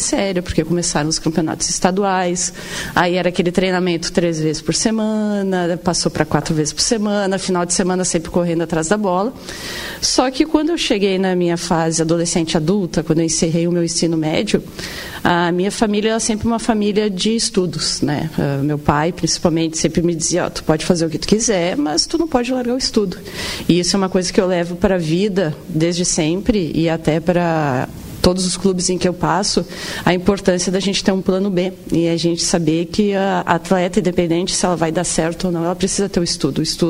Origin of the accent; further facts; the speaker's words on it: Caxias do Sul, Rio Grande do Sul, Brazil; eu sou de Caxias do Sul, sou natural de Caxias do Sul.